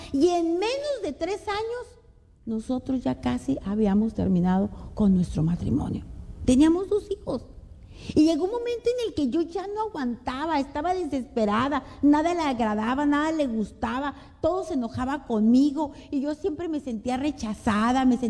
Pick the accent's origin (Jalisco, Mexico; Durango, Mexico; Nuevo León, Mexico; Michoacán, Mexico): Nuevo León, Mexico; Monterrey; yo soy de Monterrey, donde uno come cabrito, carne, salsa, tortillas, cosas sabrosas.